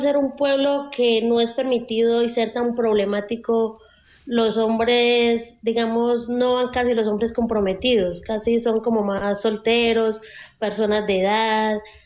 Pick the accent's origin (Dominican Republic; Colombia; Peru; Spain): Colombia; Huila; No, yo soy del Huila.